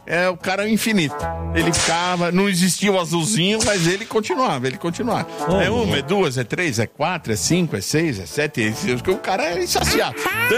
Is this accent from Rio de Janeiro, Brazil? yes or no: no; São Paulo, Brazil; Eu também sou de São Paulo, capital. Maternidade de São Paulo.